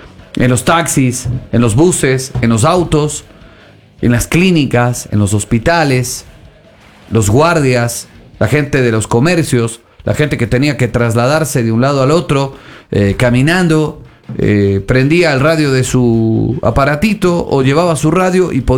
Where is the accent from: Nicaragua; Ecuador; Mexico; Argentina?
Ecuador